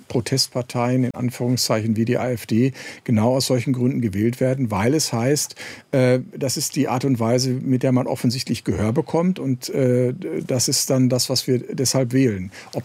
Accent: North Rhine-Westphalia, Germany; ich komme aus Nordrhein-Westfalen.

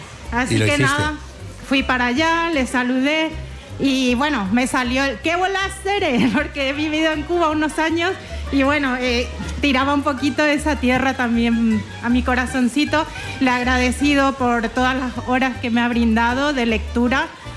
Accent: Paraguay; now in Spain; Soy paraguaya, llevo 18 años en España y desde que llegué

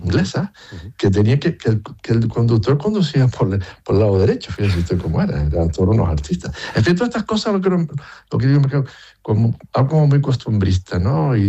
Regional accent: Teror, Canary Islands, Spain; la fiesta de mi pueblo, la fiesta de Teror

